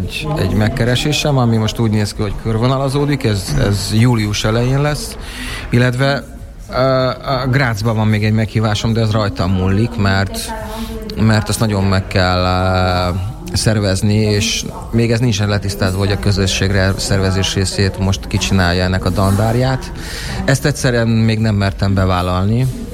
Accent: Budapest, Hungary; now in Vienna, Austria; a legutolsó előadásom otthon Budapesten az ilyen stand-up jellegű volt

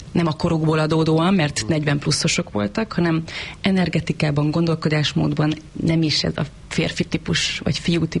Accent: Borsod-Abaúj-Zemplén, Hungary; Én borsodi lány vagyok egyébként.

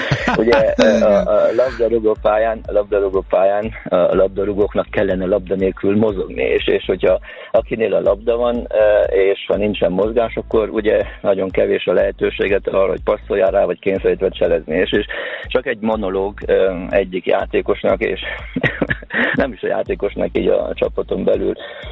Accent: Odorheiu Secuiesc, Harghita, Romania; gyerekkoromban Székelyudvarhelyen

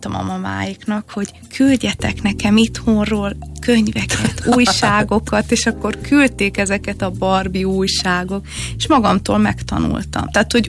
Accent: Brussels, Brussels-Capital Region, Belgium; first language Hungarian and French; moved away as an adult; now in Hungary; másfél hónapos korom óta én ugye kint éltem Brüsszelben, én ott jártam óvodába, iskolába, főiskolára, tehát minden kint volt. És aztán 25 évesen, 24-25 évesen hazaköltöztem.

